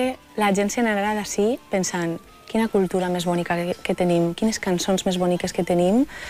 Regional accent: Pedreguer, Valencian Community, Spain; tot el que ens caracteritza com a valencians

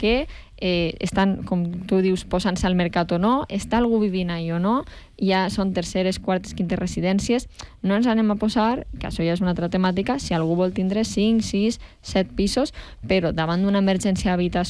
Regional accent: Castellón de la Plana, Valencian Community, Spain; en el meu poble, en Castelló

